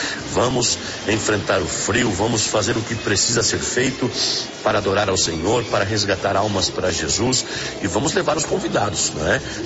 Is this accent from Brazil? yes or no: yes; São Paulo, Brazil; now in Curitiba, Brazil; eu que sou paulista